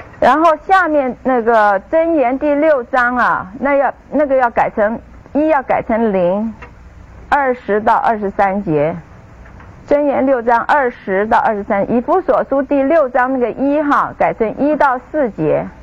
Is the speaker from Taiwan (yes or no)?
no; China; 我们中国人